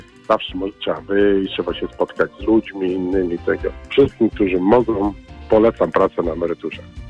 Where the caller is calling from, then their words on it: Poznań, Greater Poland Voivodeship, Poland; z Poznania.